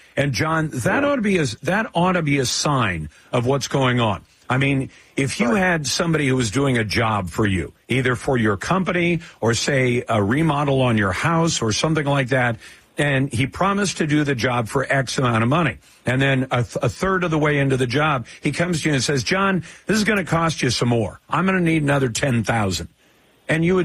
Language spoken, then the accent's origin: English; Washington, United States; born there; I'll give my home state, Washington State, as an example.